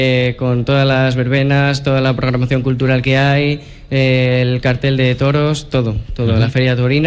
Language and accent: Spanish; Guijuelo, Castile and León, Spain; un gusto estar aquí y haberos recibido aquí en mi pueblo.